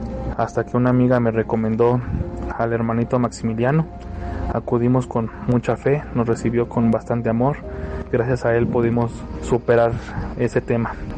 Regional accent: Mexico City, Mexico; soy de la Ciudad de México.

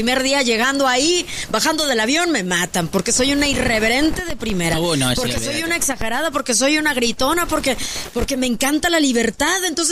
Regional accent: Mexico; born there; por algo yo nací en México.

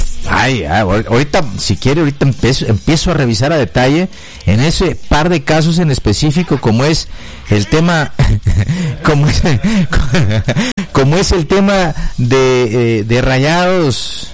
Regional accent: Chiapas, Mexico; También me siento muy mexicano, soy mexicano. Me gusta decir por donde quiera que voy que soy orgullosamente chiapaneco y mexicano.

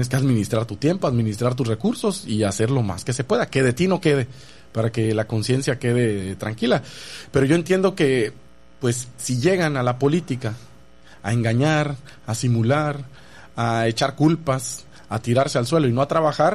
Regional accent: Ciudad del Carmen, Campeche, Mexico; also born or lived in Mexico City; Yo estudié en la Ciudad de México y cuando me presentaba y decía, vengo de Campeche, ¿y de dónde? De Ciudad del Carmen

